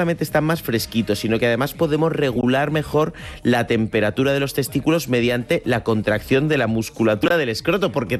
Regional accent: Santander, Cantabria, Spain; Yo soy de Santander, Cantábrico.

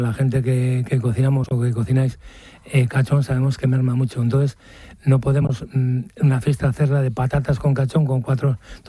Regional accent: Maliaño, Cantabria, Spain; como nos llaman cachoneros a los que somos de Maliaño

